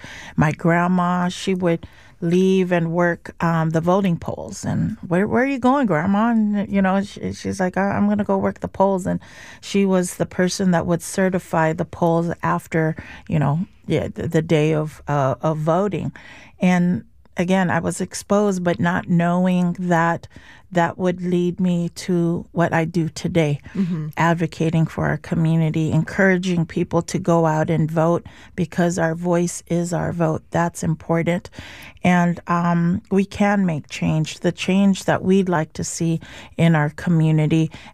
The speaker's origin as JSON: {"language": "English", "country": "United States", "tie": "born there", "said": "I was born here."}